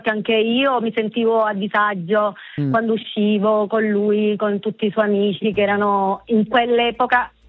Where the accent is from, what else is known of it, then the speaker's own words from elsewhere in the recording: Sicily, Italy; born there; moved away; also born or lived in Venezuela; io sono originaria della Sicilia, però abitavo al Venezuela fino al 2018. Sono stata in Venezuela, poi sono ritornata al mio paese d'origine